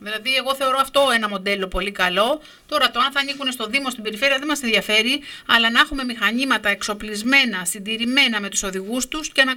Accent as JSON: {"language": "Greek", "town": "Laganas", "region": "Ionian Islands", "country": "Greece", "said": "Πάω στο χωριό μου, στο Λαγανά"}